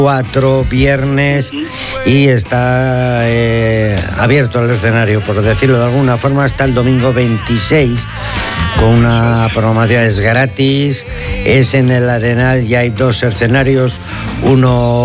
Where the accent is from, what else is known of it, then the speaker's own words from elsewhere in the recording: Táchira, Venezuela; porque John y yo somos gochos